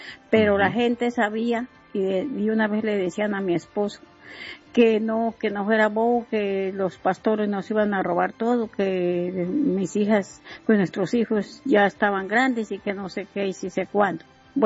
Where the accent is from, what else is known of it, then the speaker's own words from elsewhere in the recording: Santander, Colombia; Nosotros somos de Santander.